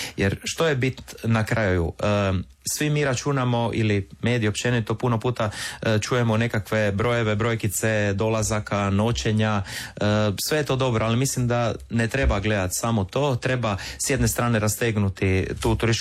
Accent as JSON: {"language": "Croatian", "town": "Poreč", "region": "Istria County", "country": "Croatia", "said": "Kod nas u Poreču"}